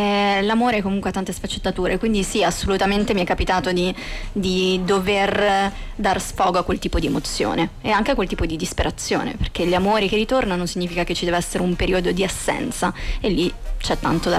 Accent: Sanremo, Liguria, Italy; Io sono di Sanremo.

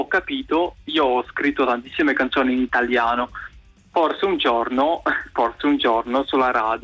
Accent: Belluno, Veneto, Italy; io non so l'italiano completamente bene, proprio no, perché io sono nato in Italia, ho vissuto quasi tutta la mia vita in Italia, però tutta la mia vita ho parlato in Ucraina. Io parlo in ucraino e con gli altri parlo in russo.

